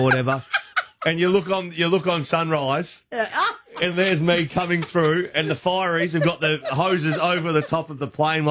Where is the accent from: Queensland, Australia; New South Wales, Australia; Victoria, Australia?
Victoria, Australia; I'm not from Melbourne. I'm from 5 hours out of Melbourne.